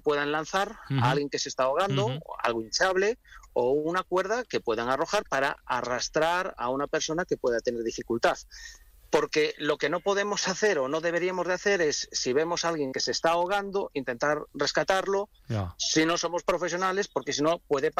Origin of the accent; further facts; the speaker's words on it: Galicia, Spain; yo soy de Galicia y estamos teniendo temperaturas en Galicia que son, una barbaridad en comparación con la fecha y con otros años.